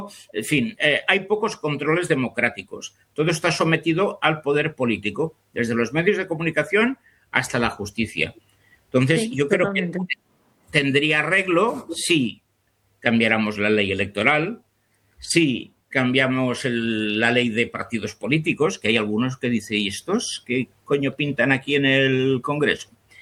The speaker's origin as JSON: {"language": "Spanish", "country": "Spain", "said": "me parece como español horroroso"}